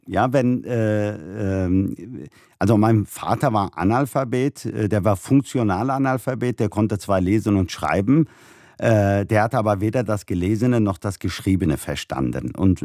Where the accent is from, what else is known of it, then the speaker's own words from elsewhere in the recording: Cologne, North Rhine-Westphalia, Germany; In Mülheim gab es damals, also da, wo ich groß geworden bin, über 90% Menschen mit Migrationshintergrund.